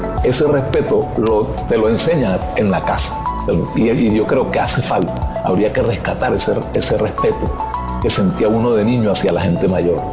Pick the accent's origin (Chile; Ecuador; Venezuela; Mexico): Venezuela; Cata, Aragua; tú estabas en un pueblo como mi pueblo, como Cata, donde no hay teléfono